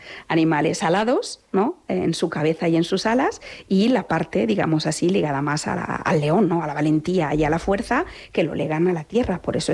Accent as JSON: {"language": "Spanish", "region": "Castilla-La Mancha", "country": "Spain", "also_born_or_lived": "Italy / Turin", "moved": "yes", "said": "lo que me une, ¿no?, a Castilla-La Mancha y a mi tierra, y a la tierra donde he estado los últimos 20 años, ¿no?, en Italia."}